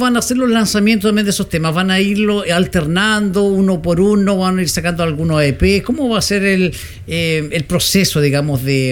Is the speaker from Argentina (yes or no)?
no; Chile